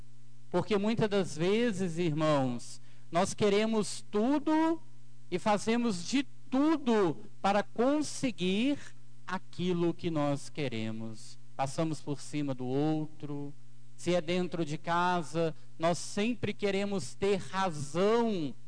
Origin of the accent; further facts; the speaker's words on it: Santos Dumont, Minas Gerais, Brazil; Sou filho desta terra, desta cidade. Sou natural aqui de Santos Dumont. Moro lá em Dores do Paraibuna, distrito aqui de Santos Dumont